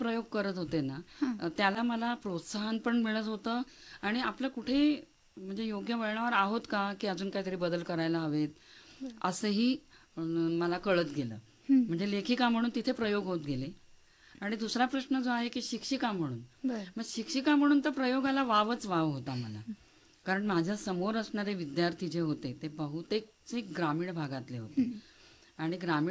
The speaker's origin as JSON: {"language": "Marathi", "town": "Thane", "region": "Maharashtra", "country": "India", "tie": "born or raised there", "moved": "yes", "said": "माझं माहेर ठाण्याला मुंबईला."}